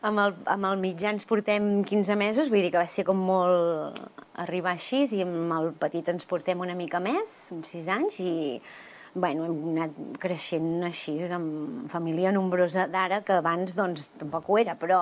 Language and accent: Catalan; Manresa, Catalonia, Spain; Vaig néixer a Manresa i vaig créixer a Manresa i visc a Manresa.